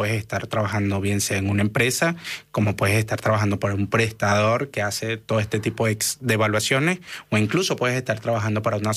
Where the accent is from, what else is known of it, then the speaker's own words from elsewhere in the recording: Venezuela; moved away as an adult; now in Argentina; la comunidad venezolana somos como más